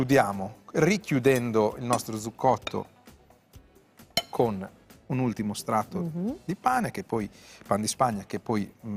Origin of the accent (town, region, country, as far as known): Emilia-Romagna, Italy